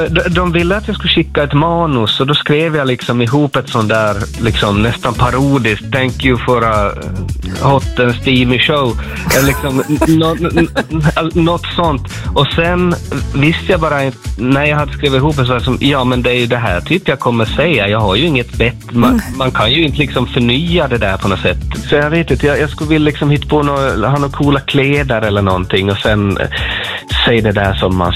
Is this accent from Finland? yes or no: yes; Ostrobothnia, Finland; Vi höll på med en egen turné hemma i Österbotten